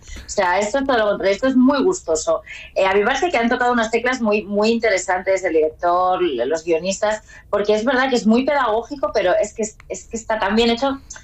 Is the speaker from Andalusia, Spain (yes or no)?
no; Castilla-La Mancha, Spain; que además yo como castellano manchega, pues orgullosa, y digo, ah, bueno, esto me han llamado por castellano manchega y me gusta muchísimo.